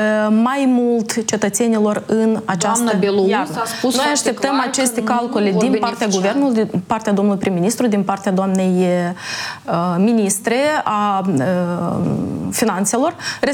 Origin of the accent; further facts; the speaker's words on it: Florești, Florești District, Moldova; Stimată colegă, eu vin de la Florești, acolo aveți un primar din echipa dumneavoastră